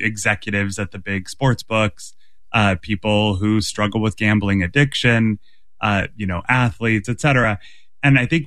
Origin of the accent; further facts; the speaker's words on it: Massachusetts, United States; I grew up in Massachusetts, so I have the New England sports fan, the Celtics and Patriots.